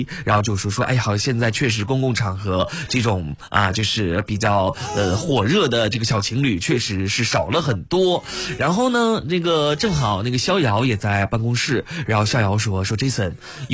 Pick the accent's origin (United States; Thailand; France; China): China